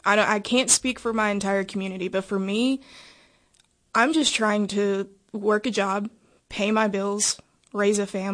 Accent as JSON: {"language": "English", "town": "Malvern", "region": "Arkansas", "country": "United States", "tie": "born or raised there", "also_born_or_lived": "Little Rock, Arkansas", "said": "I am of Arkansas because my family is of Arkansas. I was born here in Little Rock, but I was raised about 45 minutes south in Malvern, Arkansas."}